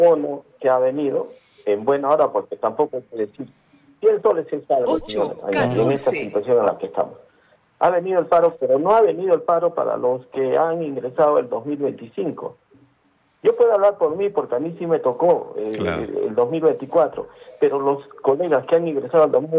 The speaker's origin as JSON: {"language": "Spanish", "region": "Arequipa", "country": "Peru", "tie": "born there", "said": "que soy de Arequipa, arequipeño de nacimiento."}